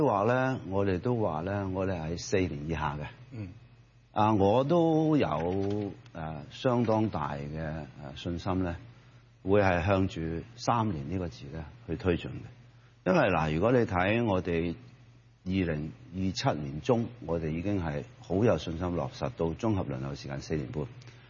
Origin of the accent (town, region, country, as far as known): Hong Kong